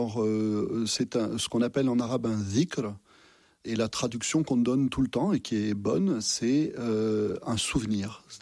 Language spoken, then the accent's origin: French; Massif Central, France; moi je suis originaire du Massif Central, alors j'aime beaucoup la capitale, mais c'est quand même pas mon milieu naturel.